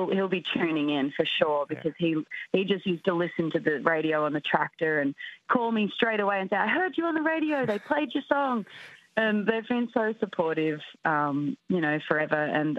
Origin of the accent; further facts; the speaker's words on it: Australia; So, and I'm an Australian, to add to that, I'm kind of like this, you know, newcomer, new kid on the block